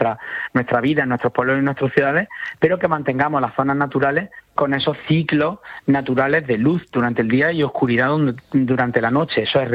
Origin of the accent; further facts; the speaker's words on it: Jaén, Andalusia, Spain; yo en concreto que soy de Jaén